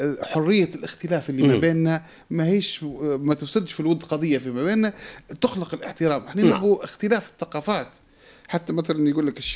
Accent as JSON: {"language": "Arabic", "country": "Libya", "said": "احنا ليبيين."}